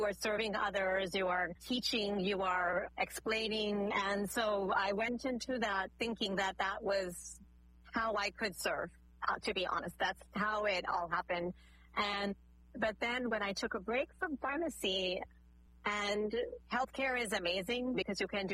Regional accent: Houston, Texas, United States; also born or lived in Connecticut; I was raised in Houston

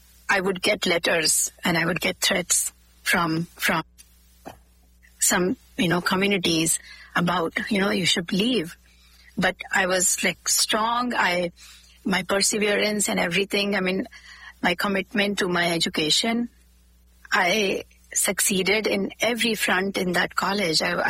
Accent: Jhansi, Uttar Pradesh, India; I'm from a very small town in India. It's called Jhansi.

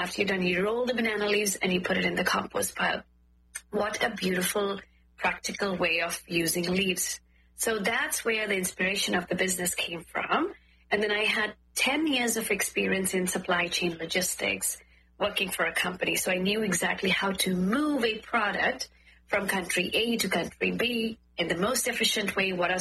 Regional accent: Uttarakhand, India; English is a second language; So I'm from North India. I'm from Uttarakhand. Uttarakhand is a beautiful state right next to Nepal, where we can see the whole Himalayan range.

